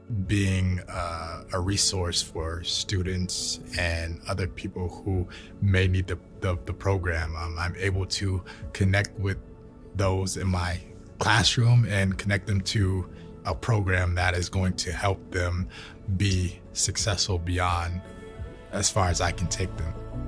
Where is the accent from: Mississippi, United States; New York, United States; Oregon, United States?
New York, United States; Syracuse; I'm from Syracuse and in a stage of my life where I have kids